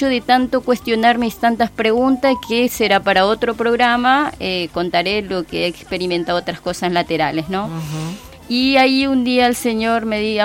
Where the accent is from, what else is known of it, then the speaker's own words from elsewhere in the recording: Formosa, Argentina; moved away; Yo soy de la provincia de Formosa.